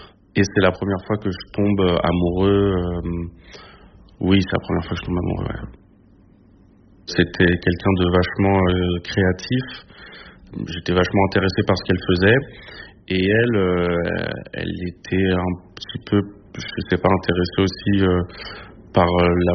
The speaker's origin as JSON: {"language": "French", "town": "Paris", "region": "Île-de-France", "country": "France", "tie": "born or raised there", "said": "j'ai 29 ans et j'habite à Paris. Donc moi j'ai grandi dans le 18e arrondissement, à la Goutte d'Or. J'ai grandi plutôt avec ma mère et mes deux petites sœurs et mon beau-père."}